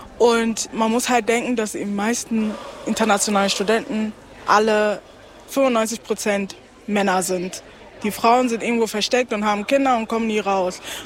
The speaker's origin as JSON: {"language": "German", "region": "Hamburg", "country": "Germany", "tie": "born there", "moved": "yes", "lives_now": "Chemnitz, Germany", "said": "Ja, ich bin ja aus Hamburg."}